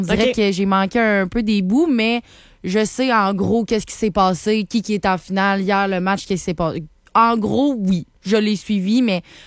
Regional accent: Quebec City, Quebec, Canada; Écoute, je viens vraiment de Québec, plus précisément de Beauport.

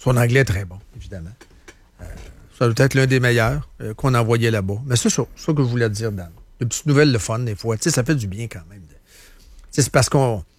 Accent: Quebec, Canada; I'm from Quebec, I'm Canadian.

